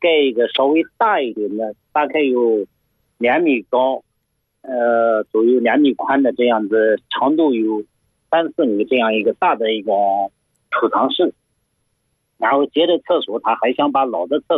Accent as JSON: {"language": "Chinese", "region": "Anhui", "country": "China", "tie": "born or raised there", "said": "我们老家安徽农村的"}